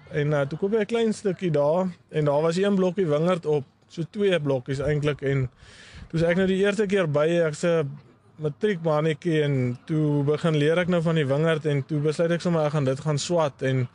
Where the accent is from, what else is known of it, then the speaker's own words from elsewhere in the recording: Eastern Cape, South Africa; moved away; ons kom oorspronkelijk uit die Ooskaap uit, so nabij van Starens rivier het my pa was 'n seibokkar makelaar, en daar het hy gemelk ook, so ek het op 'n melkplaas groot geraak.